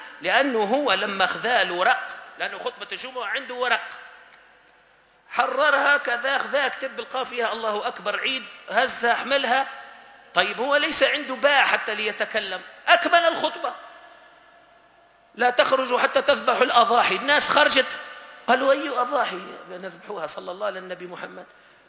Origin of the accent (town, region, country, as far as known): Tunisia